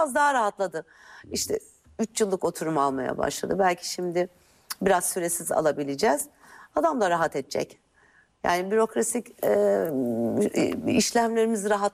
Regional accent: Malatya, Turkey; İyi ki diyorum çıkmışım ama iyi ki de orada Malatya'da doğmuşum. İyi ki orada kayısı yiyerek, beynime fosfor göndererek büyümüşüm.

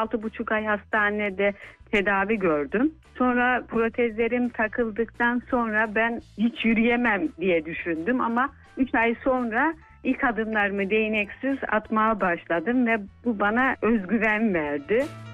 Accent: Trabzon, Turkey; now in Kahramanmaraş, Turkey; 38 yaşındayım. Trabzon'da doğdum, büyüdüm. Üniversite hayatımıza Samsun'da devam ettik ve ondan sonra iş hayatına atıldık.

